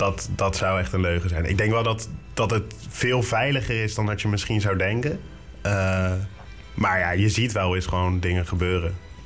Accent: The Hague, South Holland, Netherlands; now in Laak, The Hague, Netherlands; ik heb toen hier in Laak gewoond. Ik ben opgegroeid in Ypenburg.

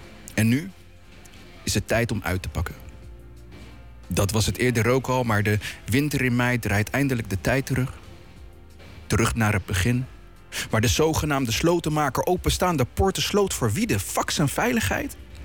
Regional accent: Rotterdam, South Holland, Netherlands; Als Rotterdammer

